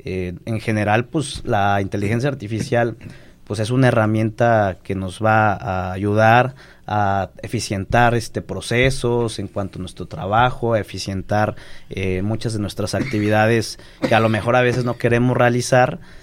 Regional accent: Mexico; esto hace o fortalece nuestras raíces como mexicanos, este patriotismo, este nacionalismo

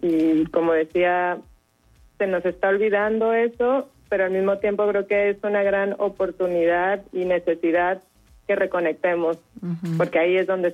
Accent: Ensenada, Baja California, Mexico; yo crecí en Ensenada, que también son países, son ciudades, digamos, regiones mucho más nuevas.

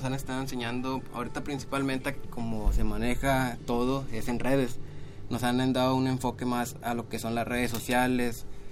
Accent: Palau, Coahuila, Mexico; yo soy de Palau y en realidad me quedan en carro como unos 15 minutos

